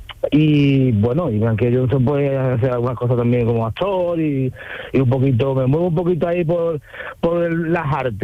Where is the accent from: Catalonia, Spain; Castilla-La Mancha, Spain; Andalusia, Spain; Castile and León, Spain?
Andalusia, Spain; Ronda; Pues mira, yo soy de Ronda.